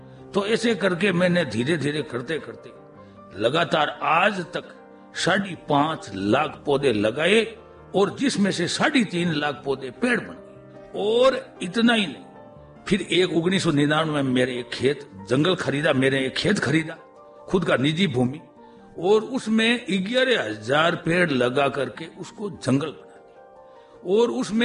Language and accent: Hindi; Nagaur district, Rajasthan, India; born there; मेरे पैतृक गांव सुकवासी में, नागौर जिले के पैतृक गांव सुकवासी में